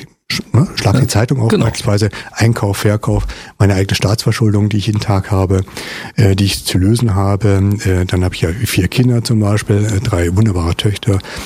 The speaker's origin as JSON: {"language": "German", "town": "Kaufbeuren", "region": "Bavaria", "country": "Germany", "tie": "born or raised there", "also_born_or_lived": "Berlin / Frankfurt am Main", "said": "Geboren bin ich in Berlin, in der Mitte von Berlin, Berlin-Schmargendorf. Und uns hat es dann relativ schnell auch in Richtung Frankfurt am Main gezogen. Dort bin ich auch zur Schule gegangen, zumindest in der ersten Klasse. Und dann sind wir später nach Bayern gezogen, nach Kaufbeuren"}